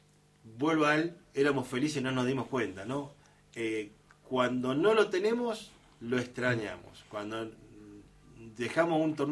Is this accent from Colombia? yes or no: no; San Luis, Argentina; yo soy de San Luis